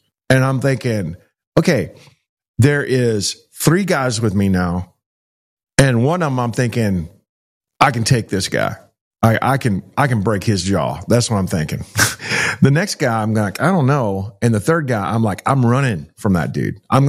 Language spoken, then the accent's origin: English; Texas, United States; Like, hey, what's going on? I'm from Texas. Where y'all from?